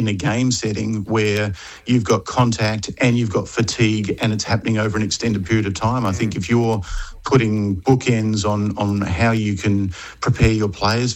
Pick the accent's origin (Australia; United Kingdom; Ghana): Australia; Melbourne, Victoria; moved away as an adult; now in United States; So I grew up in Melbourne.